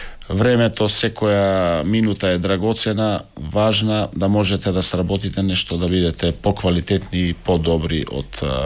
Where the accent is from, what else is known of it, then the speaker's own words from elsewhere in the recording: Sveti Nikole, Vardar Statistical Region, North Macedonia; јас секогаш кажувам и се гордеам што сум од Свети Николе